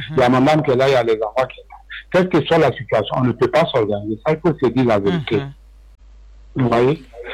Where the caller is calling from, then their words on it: Abidjan, Côte d’Ivoire; Commune d'Abobo.